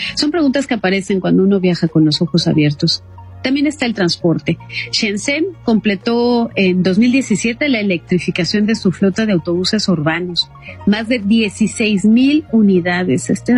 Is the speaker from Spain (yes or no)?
no; Mexico